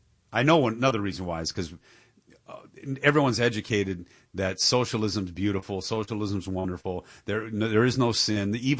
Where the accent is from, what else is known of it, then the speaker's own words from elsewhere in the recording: Dearborn, Michigan, United States; It's happening in Dearborn, my hometown.